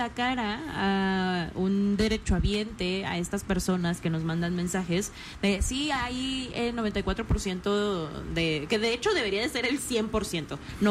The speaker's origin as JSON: {"language": "Spanish", "country": "Mexico"}